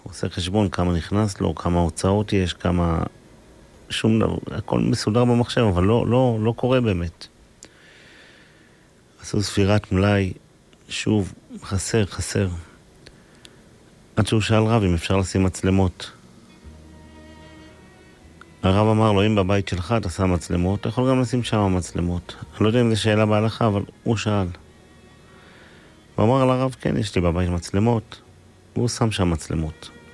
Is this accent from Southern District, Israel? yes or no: no; Safed, Northern District, Israel; מי שמכיר, גדלנו בצפת, בסמטאות, בניחוחות, בקדושה שאופפת את העיר הזו.